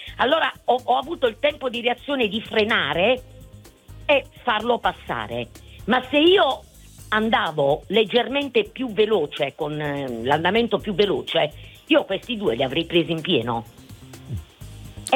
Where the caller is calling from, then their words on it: Foggia, Apulia, Italy; Io chiamo da Foggia